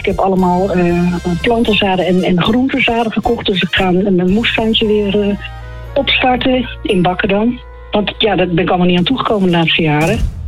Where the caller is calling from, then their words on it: Nunspeet, Gelderland, Netherlands; ik kom uit Nunspeet